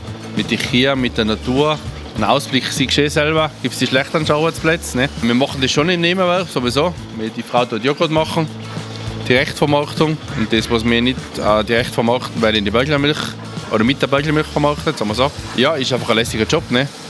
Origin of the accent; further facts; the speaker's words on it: Tyrol, Austria; Wir sind Tiroler, wir sind alle Tiroler